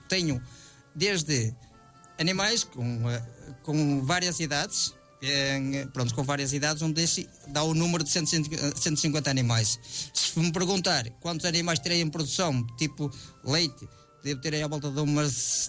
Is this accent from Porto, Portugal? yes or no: yes; Eiriz, Porto, Portugal; nem em Eiriz, da minha terra, não há pessoas com a dimensão